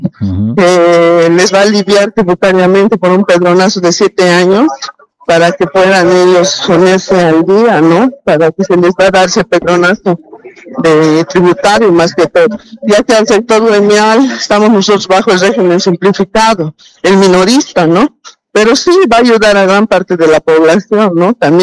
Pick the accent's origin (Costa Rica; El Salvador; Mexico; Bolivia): Bolivia; Todos somos hermanos bolivianos